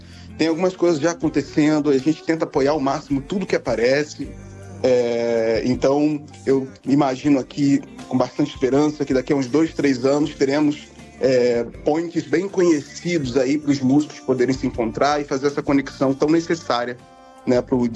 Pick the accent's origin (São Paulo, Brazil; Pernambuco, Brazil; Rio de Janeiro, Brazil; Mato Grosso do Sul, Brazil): Rio de Janeiro, Brazil; São Gonçalo; E eu falei, bom, eu vim de São Gonçalo, e aí um monte de gente gritou.